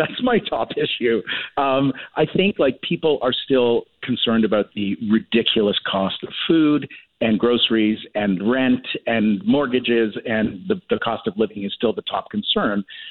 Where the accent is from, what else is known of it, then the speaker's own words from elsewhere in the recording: British Columbia, Canada; I'm a British Columbian through and through, so it's good to be home at least on the radio.